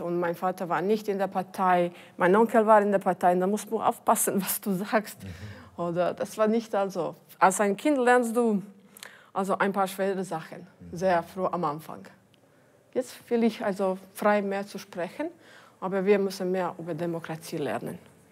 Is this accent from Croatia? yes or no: yes; Split-Dalmatia County, Croatia; German is a second language; Ich bin eine Kroatin, aber ich bin mehr eine Dalmatiner.